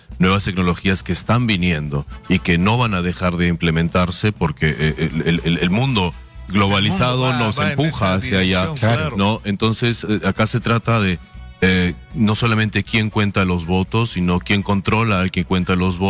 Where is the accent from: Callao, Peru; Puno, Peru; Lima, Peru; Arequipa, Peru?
Arequipa, Peru; born there; accent: Central American; moved away; also born or lived in Germany; No, yo soy peruano, mi papá es alemán, he vivido en la mitad de mi vida en Alemania, pero sí, soy nacido en Arequipa.